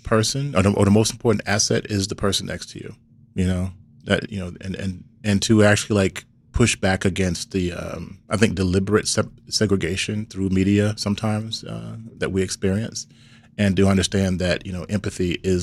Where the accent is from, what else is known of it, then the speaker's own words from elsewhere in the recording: Mississippi, United States; Originally, I'm from Mississippi, but I've spent a lot of time in Chicago. It's my favorite city. I feel like a second home to me.